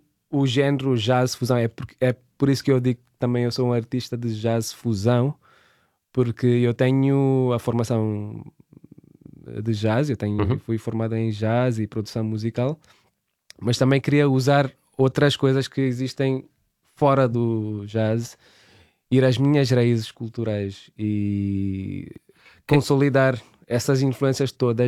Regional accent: Goa, India; now in Portugal; mesmo sendo uma pessoa que vem de fora, né? Ou seja, vem de Goa

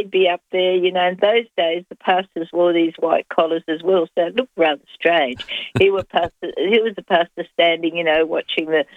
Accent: Angaston, South Australia, Australia; And that is that in the 50s, 1950s into 60s, I lived in Angaston. I grew up in Angaston in the Barossa Valley.

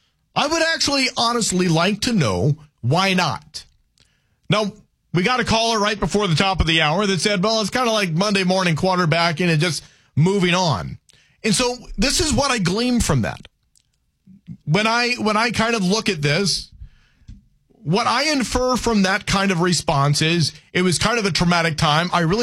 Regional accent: United States; Why, as an American people, would we not want to actually look back and say, geez, you know what?

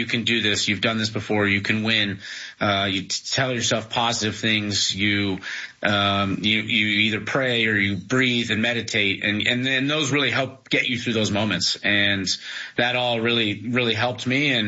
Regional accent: United States

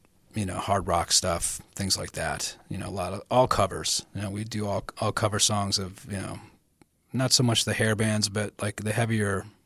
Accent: Holyoke, Massachusetts, United States; moved away as an adult; also born or lived in Los Angeles; Yeah, born and raised in Holyoke, Massachusetts. When I was in my 20s, I moved to Los Angeles.

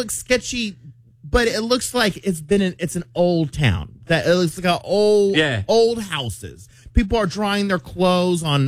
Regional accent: Oak Cliff, Texas, United States; I was like, I'm from Oak Cliff, okay? Like, I could survive Oak Cliff.

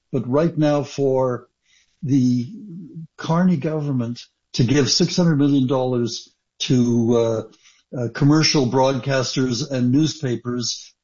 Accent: Canada; This is the dilemma that we as Canadians have found ourselves in.

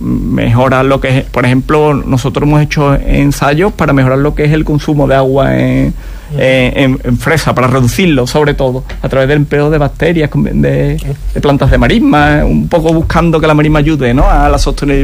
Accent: Huelva, Andalusia, Spain; moved away

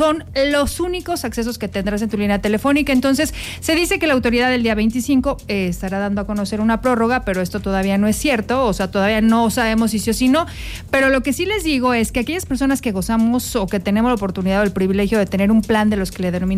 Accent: Querétaro, Mexico; eso no nos representa como queretanos y definitivamente no nos representa como mexicanos.

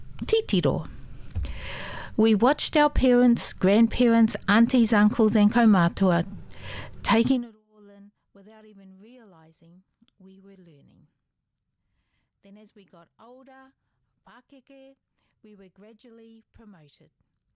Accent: Northland, New Zealand; a memory from my own childhood growing up in Pautō, in the Kaipara.

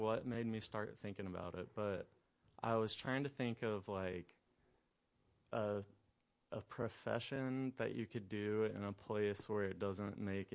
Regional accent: Chicago, Illinois, United States; I did, yeah, I grew up in Chicago.

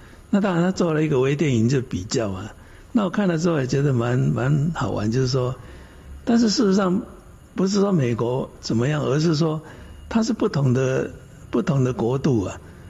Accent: Taiwan; 我们台湾人喜欢吃茶叶蛋

